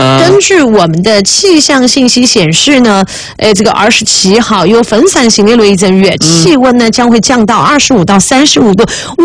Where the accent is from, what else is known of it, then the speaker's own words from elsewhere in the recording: Sichuan, China; 我们四川人